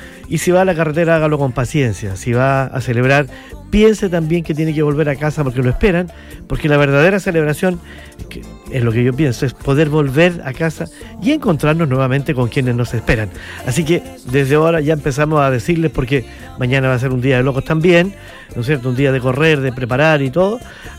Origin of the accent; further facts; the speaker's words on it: Chillán, Ñuble, Chile; Tenemos programación todo el fin de semana para seguir disfrutando como chilenos, como chillanejos y seguir al frente.